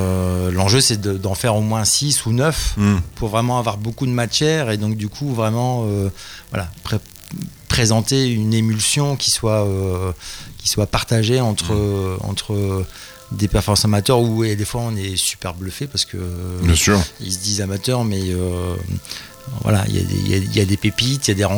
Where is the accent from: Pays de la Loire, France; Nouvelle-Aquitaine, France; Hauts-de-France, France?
Hauts-de-France, France; Hénin-Beaumont; born there; même si moi je suis né à Hénin, je suis abonné à Lens